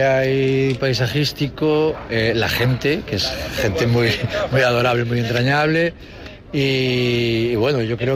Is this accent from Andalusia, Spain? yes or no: no; Cambados, Galicia, Spain; abrir las fiestas de mi pueblo